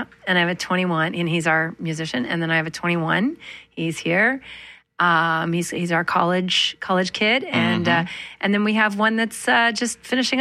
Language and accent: English; Manitoba, Canada; Growing up in Manitoba, I always tell this story.